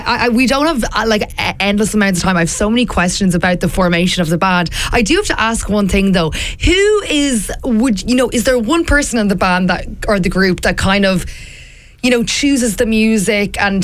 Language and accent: English; Limerick, Munster, Ireland; I've actually seen it at a pub before as well. Pub in Limerick. Because I'm from Limerick.